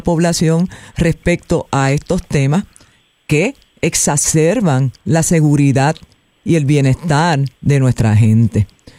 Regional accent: Puerto Rico; somos puertorriqueños y somos puertorriqueñas.

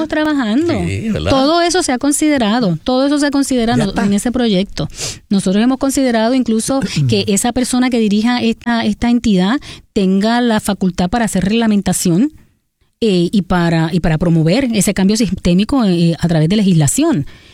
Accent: Puerto Rico

